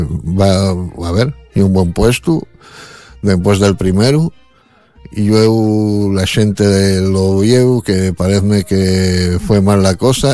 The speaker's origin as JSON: {"language": "Spanish", "town": "Gijón", "region": "Asturias", "country": "Spain", "said": "porque soy de Sixón"}